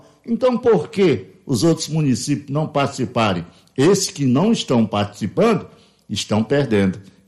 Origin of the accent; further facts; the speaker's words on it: Brasiléia, Acre, Brazil; now in Rio Branco, Brazil; eu sou interiorano, que eu sou de Brasileia